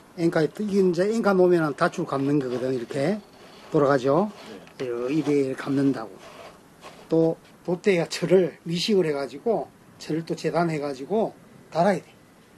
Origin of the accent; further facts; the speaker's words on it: Tongyeong, South Gyeongsang, South Korea; moved away as an adult; now in Geoje, South Korea; 난 원래 태어난 고향은 통영, 옛날에 우리 시대 때는 충무였지.